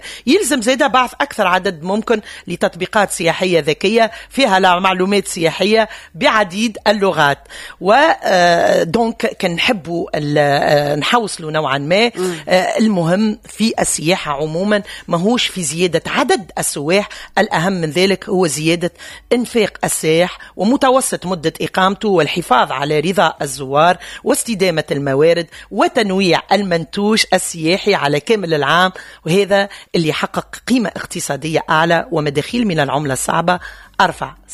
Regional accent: Tunisia; واحنا كتوانسة معناها اللي بلادنا نتشكاو من جودة الخدمات

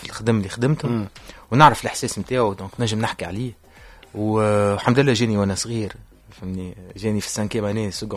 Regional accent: Syria; فما طفلة اسمها راشا فرد عمرها أنا وياها من سوريا.

